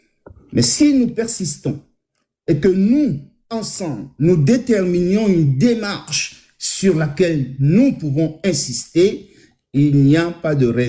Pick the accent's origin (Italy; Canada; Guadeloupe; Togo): Togo